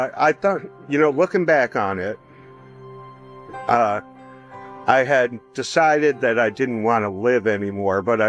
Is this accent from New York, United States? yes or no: yes; New York, United States; Growing up in New York in a half Italian family, I was exposed to pepper flakes and pepperoncini and cherry peppers